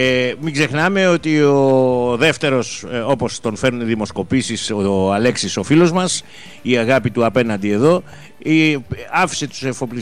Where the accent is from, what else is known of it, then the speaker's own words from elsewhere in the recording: Western Greece, Greece; καλημέρα απέναντι στην πατρίδα μου, Μεσολόγγι και Αγρίνιο, στην Ετωλοακαρνανία γενικώς.